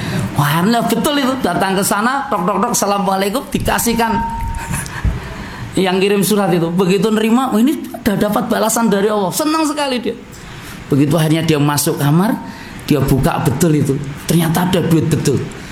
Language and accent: Indonesian; Papua, Indonesia; karena kebetulan saya ini orang Papua dan seterusnya